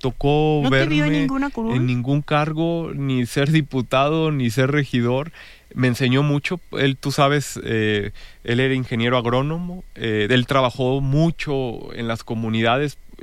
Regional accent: Irapuato, Guanajuato, Mexico; Es el amor que tenemos por Irapuato, por esta tierra que nos ha visto crecer. Aquí yo en lo particular, pues aquí están mis amigos, aquí está la familia que yo decidí formar, aquí están mis ancestros, y bueno, pues esta es mi tierra

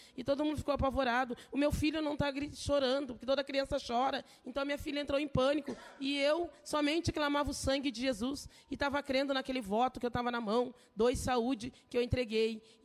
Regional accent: Porto Alegre, Rio Grande do Sul, Brazil

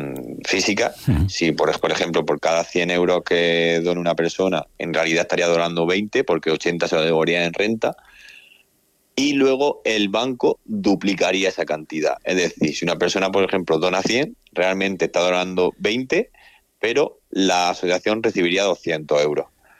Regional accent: Moratalla, Region of Murcia, Spain; Yo soy muy murciano, soy de Moratalla, he vivido la mitad de mi vida en Moratalla y la otra mitad en Murcia.

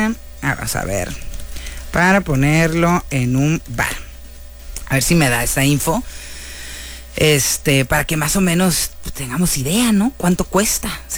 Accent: Mexico; como buenos mexicanos, somos muy creativos

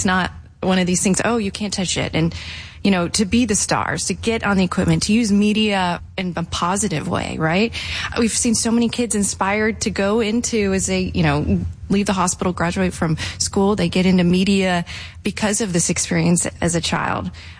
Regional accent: Atlanta, Georgia, United States; Well, we are from the ATL. We were born and raised in Atlanta.

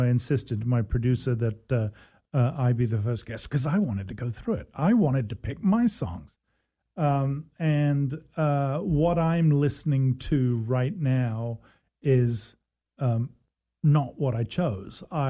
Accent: England, United Kingdom; now in United States; I'm English, and there's a certain amount of... I've been here 33 years, though, so I'm kind of transatlantic.

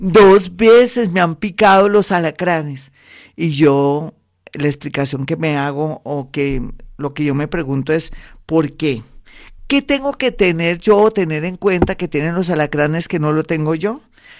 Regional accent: Colombia; como buena colombiana que somos

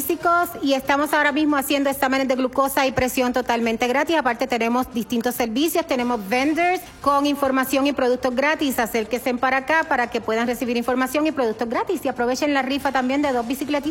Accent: Puerto Rico; Yo de Puerto Riquísimo.

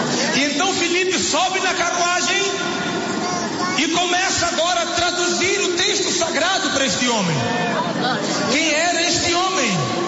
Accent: Mozambique; Eu sou de Moçambique. Moçambique é um dos 52 países da África.

